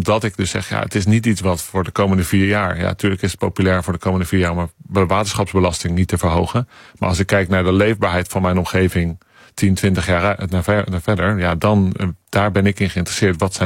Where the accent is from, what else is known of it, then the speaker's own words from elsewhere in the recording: Netherlands; als wij zelf als Nederlanders geen keuze maken.